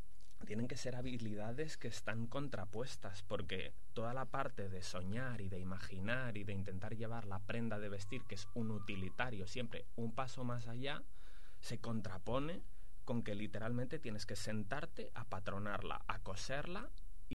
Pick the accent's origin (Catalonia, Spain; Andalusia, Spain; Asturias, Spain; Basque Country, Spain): Catalonia, Spain; El Prat de Llobregat; also born or lived in London; volver al Prat o volver a Barcelona tiene mucho que ver con volver a estar con la familia